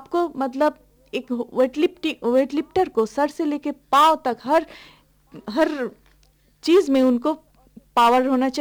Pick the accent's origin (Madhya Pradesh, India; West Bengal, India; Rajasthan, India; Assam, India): West Bengal, India; now in Bihar, India; जबकि हम बंगाल से बिलोंग करते हैं